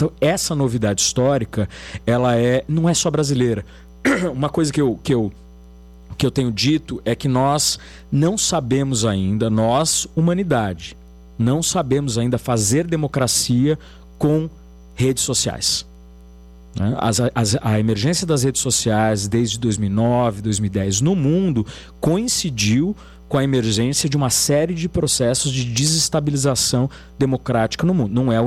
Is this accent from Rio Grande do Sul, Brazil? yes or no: no; Jaú, São Paulo, Brazil; Eu sou de Jaú, no interior do estado de São Paulo.